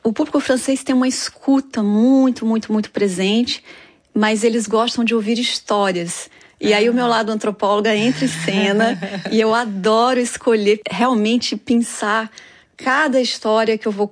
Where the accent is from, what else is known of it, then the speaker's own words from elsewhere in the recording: Natal, Rio Grande do Norte, Brazil; eu cresci naquela região, ouvindo os ritmos do Nordeste, a escuta, né, das ondas do mar, aquela tranquilidade daquela costa